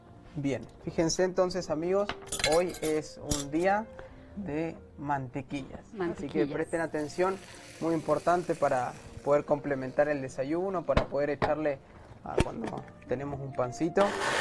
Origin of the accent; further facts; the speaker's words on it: Argentina; moved away; Como vengo de Argentina